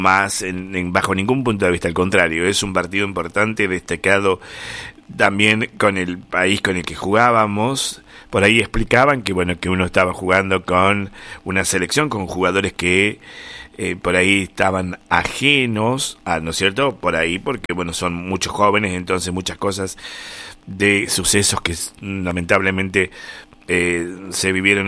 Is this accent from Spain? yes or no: no; Argentina; nosotros mismos que somos argentinos.